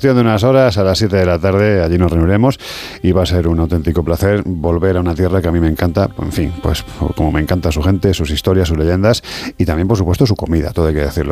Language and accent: Spanish; Andalusia, Spain; Y yo soy andaluz, no soy exagerado